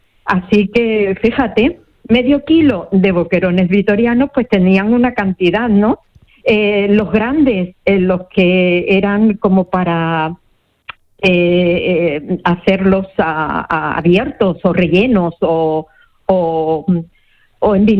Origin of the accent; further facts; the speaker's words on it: Málaga, Andalusia, Spain; Soy del Palo, de una familia de marengos, de gente de la mar.